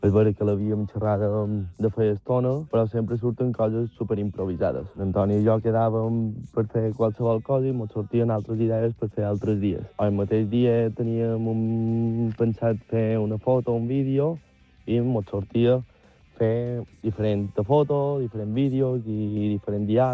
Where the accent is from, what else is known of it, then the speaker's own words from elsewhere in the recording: Sineu, Balearic Islands, Spain; pertanyem a Sineu, que som de Sineu i mos sentim de Sineu